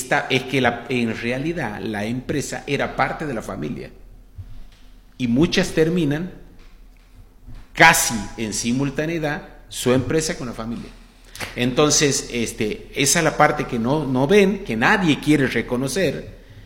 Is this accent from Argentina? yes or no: yes; Argentina